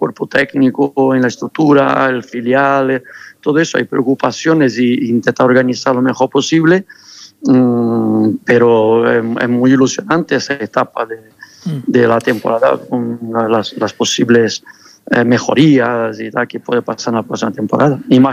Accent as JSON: {"language": "Spanish", "country": "Brazil", "second_language": "Spanish", "moved": "as an adult", "said": "Yo soy brasileño al 100% en el aspecto deporte y con un equipo. En el aspecto música, te va gustando cada vez más la música española, cosas que se hacen, pero también soy mucho más raíces brasileña."}